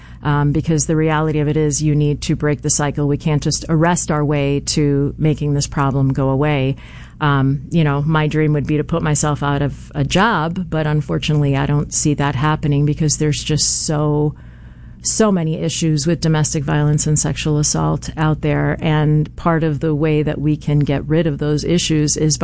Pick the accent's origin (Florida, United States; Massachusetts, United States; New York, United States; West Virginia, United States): Florida, United States; Miami; moved away; I'm a Miami girl. I grew up in Miami.